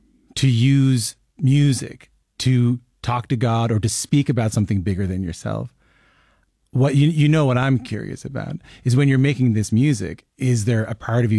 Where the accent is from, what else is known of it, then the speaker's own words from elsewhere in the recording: Newfoundland and Labrador, Canada; I'm from Newfoundland, and we eat a lot of salt fish in Newfoundland, right?